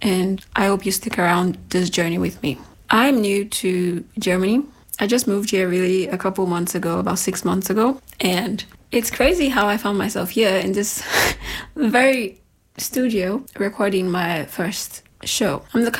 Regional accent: Nigeria; Now let's talk a little bit about my background. I'm from Nigeria, if you could not guess

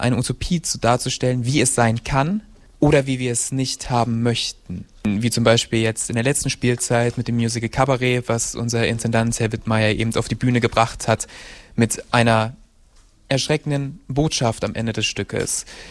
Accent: Braunschweig, Lower Saxony, Germany; also born or lived in Gifhorn / Magdeburg / Regensburg; now in Eisleben, Germany; Ich bin in Niedersachsen geboren, in Braunschweig aufgewachsen, habe dann eine Zeit noch in Gifhorn gelebt, noch eine Zeit in Magdeburg gewohnt, bin dann fürs Studium in den Freistaat Bayern nach Regensburg gezogen

